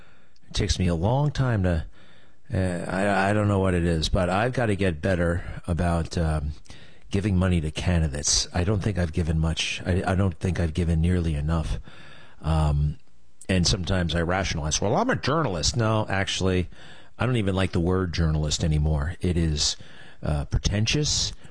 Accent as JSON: {"language": "English", "town": "Nassau County", "region": "New York", "country": "United States", "tie": "born or raised there", "said": "I grew up in Nassau County."}